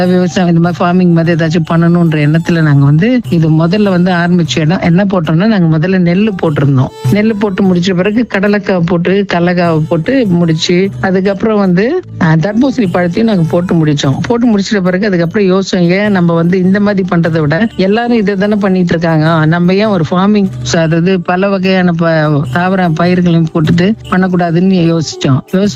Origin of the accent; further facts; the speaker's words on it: Chennai, Tamil Nadu, India; also born or lived in Kerala; நான் வந்து அதாவது நான் பிறந்த ஊர் வந்து கேரளா தான், நான் வந்து வளர்ந்தது எல்லாமே சென்னை தான்.